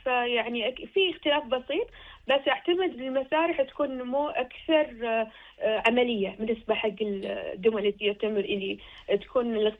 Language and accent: Arabic; Kuwait; عندنا بالكويت